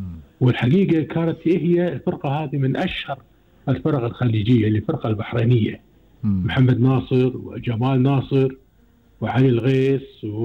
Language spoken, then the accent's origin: Arabic; Kuwait; عندنا في الكويت